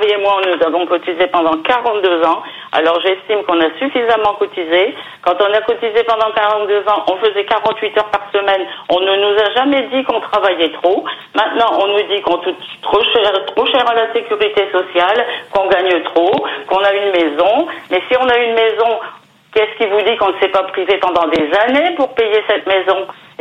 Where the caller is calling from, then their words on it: Hauts-de-France, France; Dans le Nord.